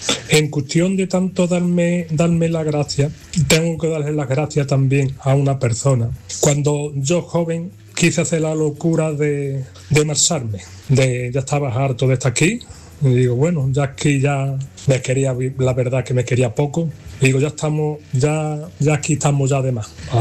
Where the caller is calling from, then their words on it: Brenes, Andalusia, Spain; Estoy en casa, aquí en Brenes solo.